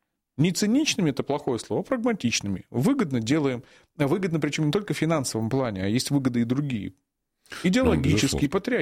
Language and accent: Russian; Donetsk, Donetsk Oblast, Ukraine; born there; Я родился в Донецке.